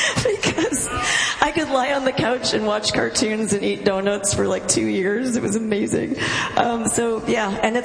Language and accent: English; Seattle, Washington, United States; We have a really special connection to Chattanooga, even though we're from Seattle.